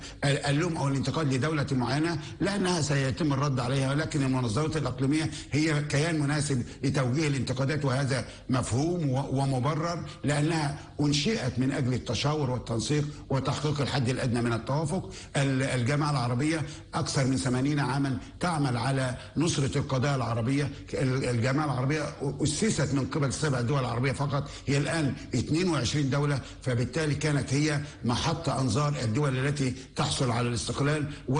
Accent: Egypt; باعتباري ان مصري

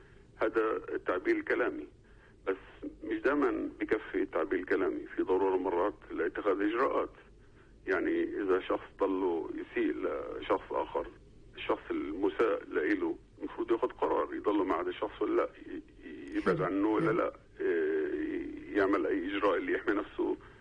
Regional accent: Palestine; وإحنا كشعب فلسطيني

